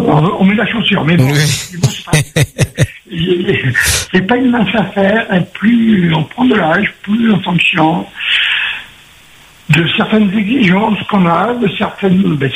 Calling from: Bordeaux, Nouvelle-Aquitaine, France; je suis sur Bordeaux.

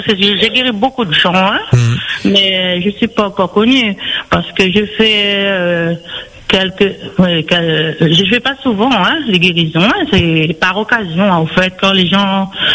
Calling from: East of Réunion, Réunion; Oui, seulement il habite à Saint-Louis, moi j'habite en l'Est.

